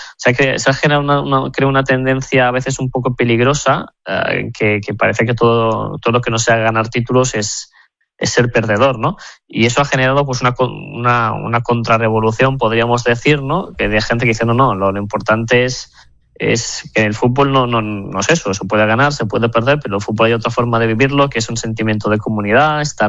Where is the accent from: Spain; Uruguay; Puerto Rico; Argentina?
Spain; Sabadell, Catalonia; born there; Yo soy nacido en Sabadell